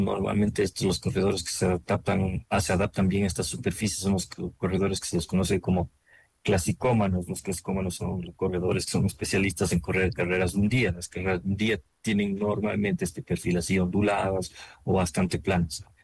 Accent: Ecuador; nosotros como ecuatorianos

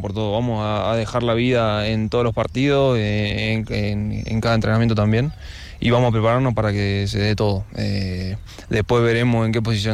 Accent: Salta, Argentina; moved away as an adult; now in Quito, Ecuador; Soy de Salta, del norte de Argentina, okay. Que también hay muchas montañas y todo

